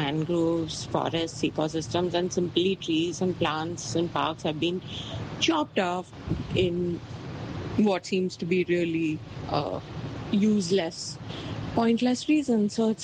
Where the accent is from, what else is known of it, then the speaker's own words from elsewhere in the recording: India; I'm from India. And in an extremely hot and humid place